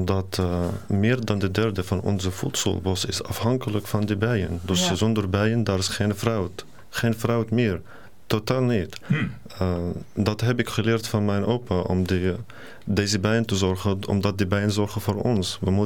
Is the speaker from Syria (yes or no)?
yes; Syria; ik kom uit Syrië. Ik ben nu een statushouder.